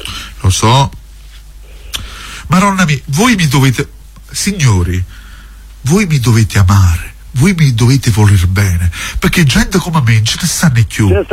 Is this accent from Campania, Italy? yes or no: yes; Torre del Greco, Campania, Italy; born there; Io sono nato a Torre del Greco.